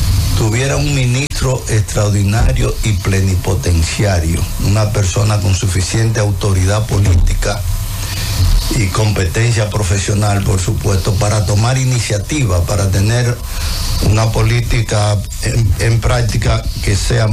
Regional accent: Dominican Republic

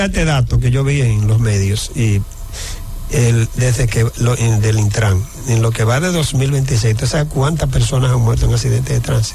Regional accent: Dominican Republic; me siento mal como dominicano

